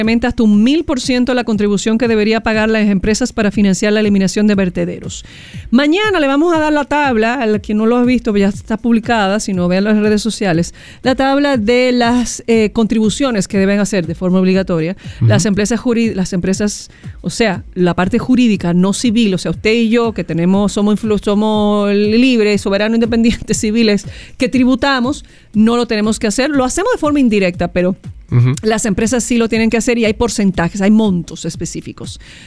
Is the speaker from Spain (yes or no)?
no; Dominican Republic; yo como ciudadana dominicana